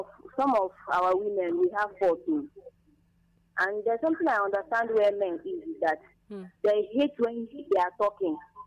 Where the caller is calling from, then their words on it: Kano, Nigeria; I'm coming from Ugo in Kano West.